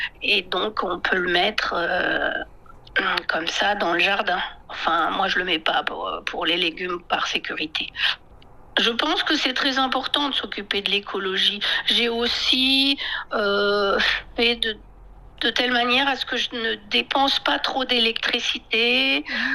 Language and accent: French; France; moved away as an adult; now in Yunnan, China